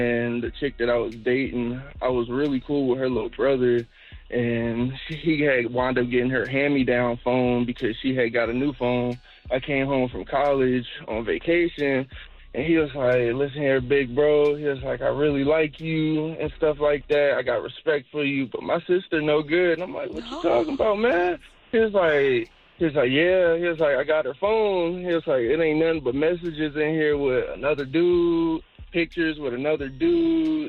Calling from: Marietta, United States; I'm calling from Marietta.

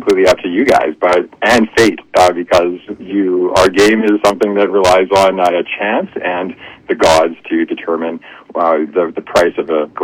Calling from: Victoria, British Columbia, Canada; I'm from Victoria, B.C.

